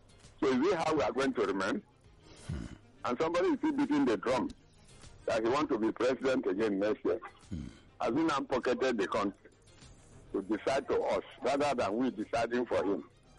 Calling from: Lagos, Nigeria; As a Nigerian

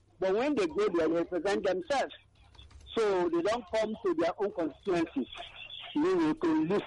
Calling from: Lagos, Nigeria; I'm calling from Abaranja in Ikotun.

